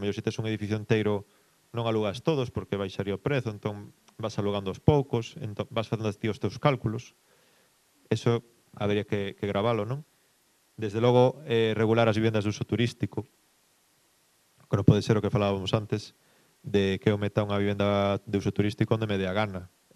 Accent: Vilagarcía de Arousa, Galicia, Spain; eu son de Vilarcía, en Vilarcía pasa algo semellante

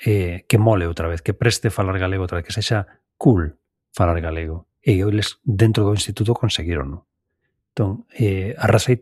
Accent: Galicia, Spain; A ver, galegos somos todos.

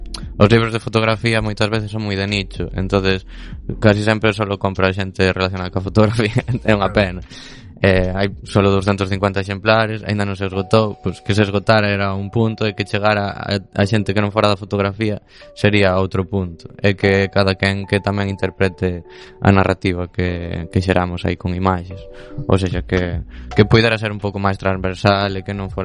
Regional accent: Xunqueira, Galicia, Spain; Somos de Xunqueira.

